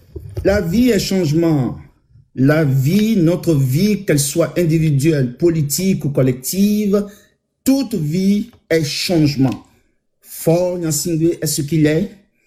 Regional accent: Togo

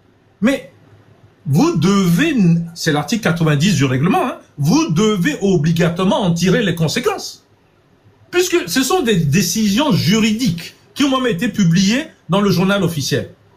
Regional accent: Togo; je suis noir, togolais et je viens du Togo.

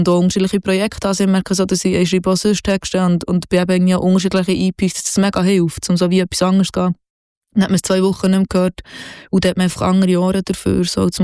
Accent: Bern, Switzerland; accent: Bernese German; first language Bernese German; ich rede nicht viel Hochdeutsch. Und die Sprache, die mich umgeht, ist Berndeutsch. Und zwar ist das echt meine Muttersprache in meiner Familie, in meinem Freundeskreis. Und eben auch in der Musik.

